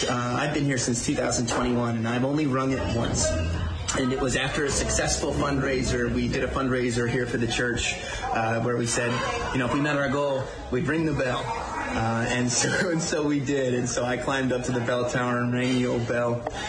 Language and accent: English; Sebastian, Florida, United States; born there; moved away; also born or lived in Vero Beach, Florida; I was born in Vero Beach, but I lived in Sebastian.